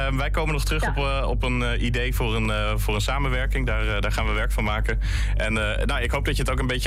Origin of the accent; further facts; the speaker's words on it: Groningen, Netherlands; ik ben zelf een geboren getogen Groninger en heb jarenlang in de stad gewoond.